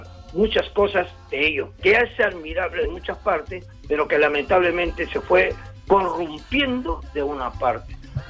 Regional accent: Peru; now in Almería, Spain

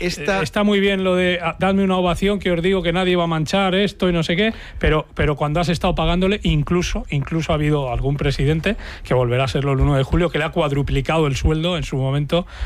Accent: Barcelona, Catalonia, Spain; yo soy barcelonés, soy catalán.

